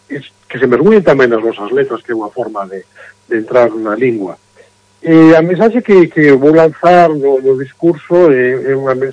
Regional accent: Galicia, Spain; una tradición que nos define como gallegos

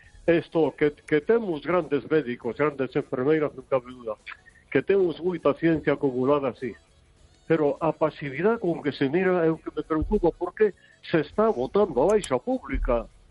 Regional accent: Vigo, Galicia, Spain; Soy de … de Vigo.

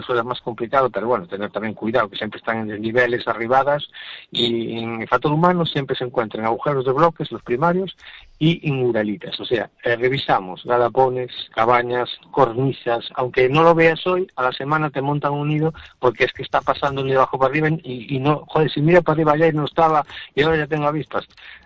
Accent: Viveiro, Galicia, Spain; yo soy de Vivero, casualmente Vivero siempre ha sido una de las zonas más con la humedad, siempre tiene como un microclima

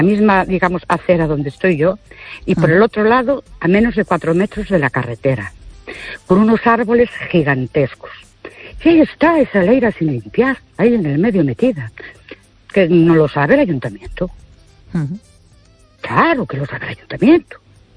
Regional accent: Ourense, Galicia, Spain; Perdón, buenas noches. … de Ourense.

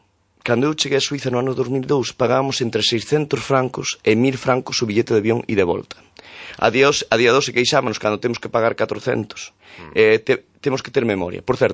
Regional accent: Galicia, Spain; Porque eu son orgulloso de ser de Grixó de Hernández e ser dunha familia de labradores, entendes?

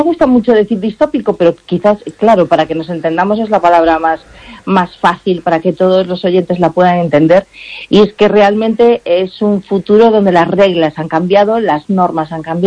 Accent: Galicia, Spain; crié aquí, y nací aquí y toda mi vida la he hecho aquí, ¿no? Y entonces, pues en ese sentido es como me siento muy gallega.

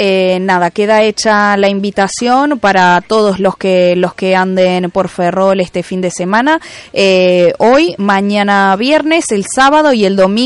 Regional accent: Uruguay; moved away; no soy argentina, soy uruguaya

